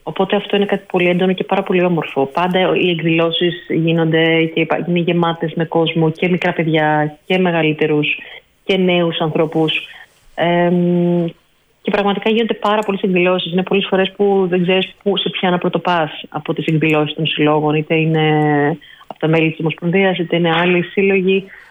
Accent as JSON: {"language": "Greek", "country": "Greece", "moved": "yes", "lives_now": "Vienna, Austria", "said": "ως Έλληνες που ζούμε στην Αυστρία και στη Βιέννη συγκεκριμένα"}